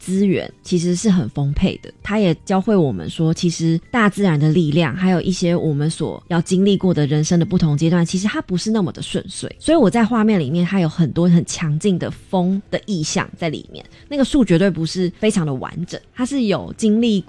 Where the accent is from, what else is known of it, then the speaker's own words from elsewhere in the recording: Taiwan; born there; also born or lived in United States; 我在台湾虽然出生在美国，学习的很长一段时间是台湾，然后我家人也是台湾，在台湾土生土长的台湾人